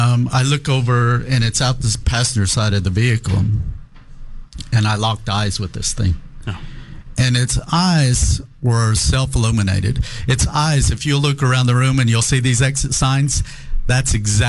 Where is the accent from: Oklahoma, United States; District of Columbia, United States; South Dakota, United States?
Oklahoma, United States; Tahlequah; I grew up in the Northeast Oklahoma in a little town called Tahlequah, Oklahoma, which is the capital of Cherokee Nation. My mother was from there.